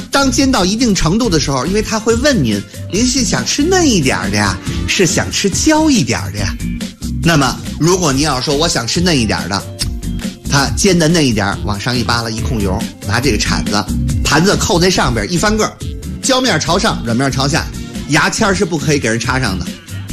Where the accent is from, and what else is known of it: China